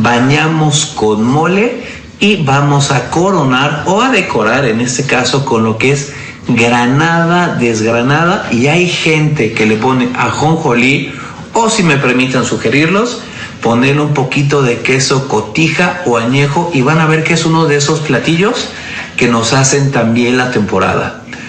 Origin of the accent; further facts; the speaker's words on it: Puebla, Mexico; los que somos poblanos sabemos perfectamente